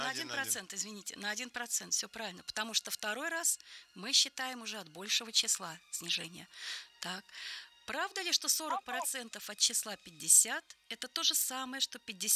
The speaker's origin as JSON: {"language": "Russian", "town": "Kaluga", "region": "Kaluga Oblast", "country": "Russia", "said": "Я тоже из Калуги."}